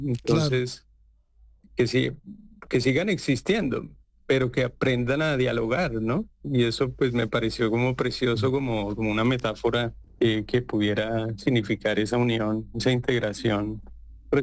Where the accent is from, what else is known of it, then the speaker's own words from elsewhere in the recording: Bogotá, Colombia; Yo soy bogotano, sí.